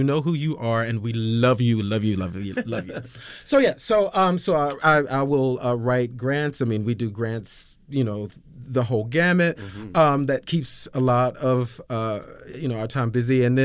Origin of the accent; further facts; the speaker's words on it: Georgia, United States; I'm a Georgia boy.